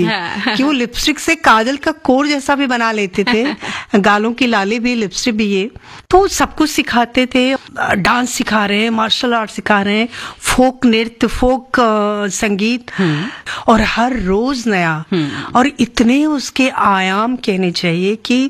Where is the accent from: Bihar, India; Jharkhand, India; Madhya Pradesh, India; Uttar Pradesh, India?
Bihar, India; मैं बिहार से आई थी, ये यहाँ पे पूरा जो माहौल था, तो मैं रोती थी कि मुझे यहाँ नहीं रहना, वापस जाना है।